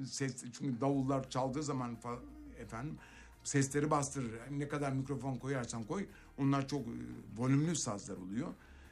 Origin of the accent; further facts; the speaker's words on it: Istanbul, Turkey; ben çocukluğum Fatih'te büyüdüm.